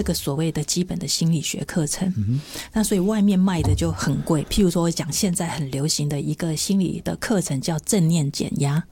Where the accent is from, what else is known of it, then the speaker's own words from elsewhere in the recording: Taiwan; 我们台湾人